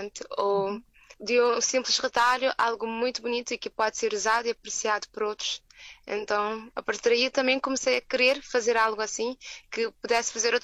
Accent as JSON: {"language": "Portuguese", "country": "Cape Verde", "said": "sou de Cabo Verde."}